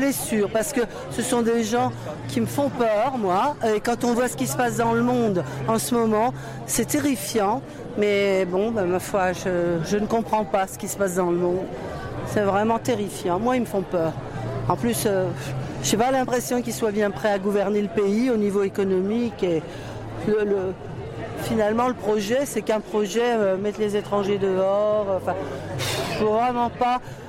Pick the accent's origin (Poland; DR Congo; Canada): Poland; now in France; Donc on est parti de Pologne parce que la France est venue nous chercher pour travailler dans les mines. On avait faim en Pologne, on est venu travailler.